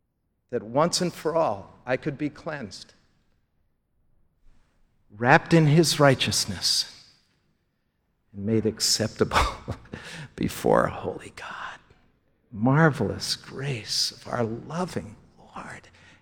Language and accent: English; New Jersey, United States; I remember as a boy, I grew up in North Jersey, just outside of New York City.